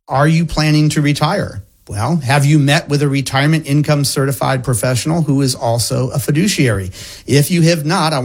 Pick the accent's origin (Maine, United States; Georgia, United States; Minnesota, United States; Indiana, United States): Maine, United States; born there; But I was born in Maine.